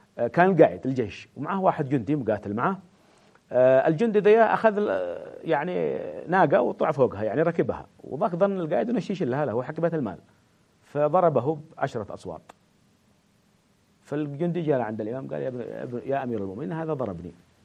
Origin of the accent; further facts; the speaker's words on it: Yemen; هذه الدولة العادلة الحقيقية هي التي ننشدها كيمنيين.